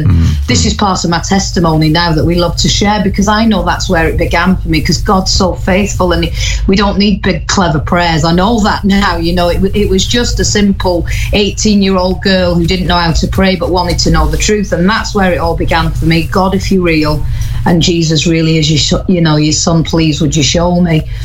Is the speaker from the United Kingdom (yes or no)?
yes; Wales, United Kingdom; also born or lived in Blackpool; I grew up in Wales. I was born in Blackpool, but I actually grew up in Wales. That's where my dad was from.